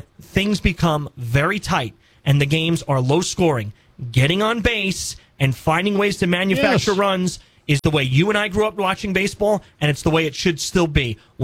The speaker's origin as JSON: {"language": "English", "town": "New York City", "region": "New York", "country": "United States", "tie": "born or raised there", "said": "I grew up in New York City"}